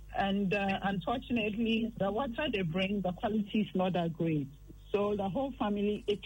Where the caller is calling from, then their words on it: Tema, Greater Accra, Ghana; Gulf City, Tema.